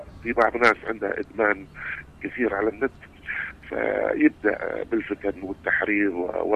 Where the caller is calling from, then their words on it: Yemen; حرب السعودية علينا الآن الشعب اليمني